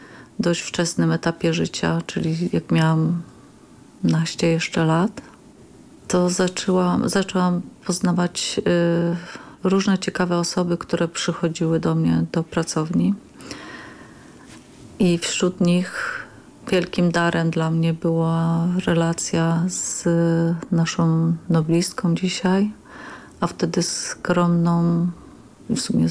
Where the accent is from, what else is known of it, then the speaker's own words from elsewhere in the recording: Nowa Ruda, Lower Silesian Voivodeship, Poland; born there; Urodziłam się w Nowej Rudzie w 1966 roku.